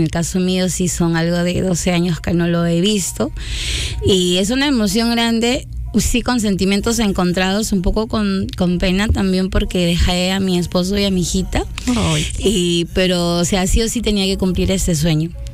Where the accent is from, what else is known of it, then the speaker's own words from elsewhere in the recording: Jaén, Cajamarca, Peru; Vengo de la ciudad de Jaén, ¿no? Vengo de Jaén, de Cajamarca. Son 21 horas que he venido